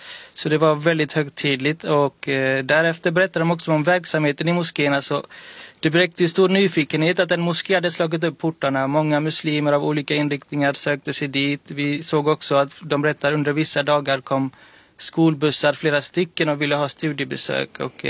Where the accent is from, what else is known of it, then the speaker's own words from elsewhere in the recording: Gothenburg, Västra Götaland County, Sweden; born there; Jag föddes 88 i Göteborg och minns med värme alla dagar, alla timmar.